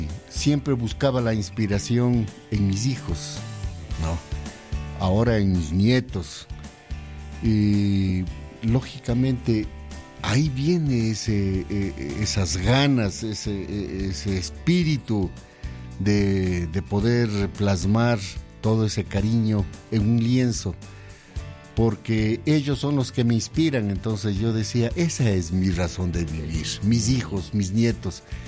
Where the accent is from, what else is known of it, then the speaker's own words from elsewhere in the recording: Otavalo, Imbabura, Ecuador; Otavalo, mi ciudad natal, mi terruño